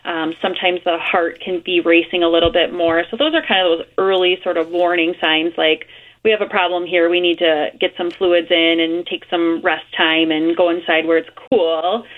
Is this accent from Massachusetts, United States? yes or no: no; Fox Valley, Wisconsin, United States; So I grew up in the Fox Valley